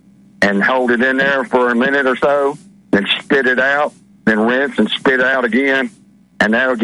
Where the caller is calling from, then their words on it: Mississippi, United States; in Mississippi.